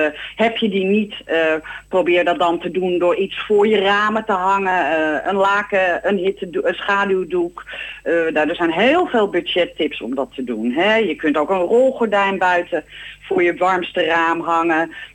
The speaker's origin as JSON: {"language": "Dutch", "country": "Netherlands", "said": "we zijn als Nederlanders gewend ons te wapenen tegen de kou in de winter."}